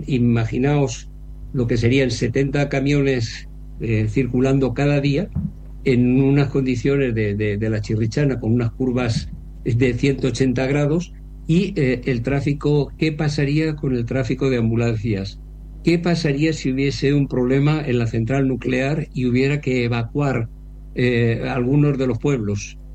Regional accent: Ayora, Valencian Community, Spain; los de Ayora somos tan chucarrats como los de Xàtiva

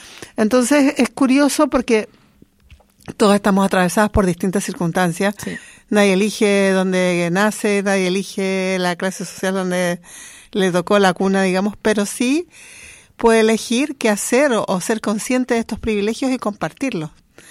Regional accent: Chile; now in Spain; llevaba como 20 años viajando como chilena por el mundo

